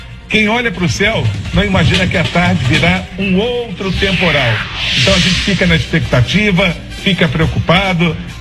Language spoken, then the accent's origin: Portuguese; Rio de Janeiro, Brazil; moved away as an adult; now in São Paulo, Brazil; saudade do meu Rio de Janeiro.